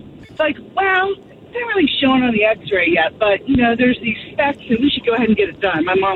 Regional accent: DMV, United States; born there; Southern Arizona. I'm DMV born, but I live...

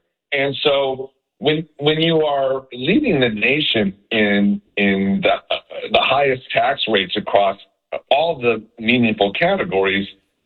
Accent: California, United States; when we were all young growing up in California.

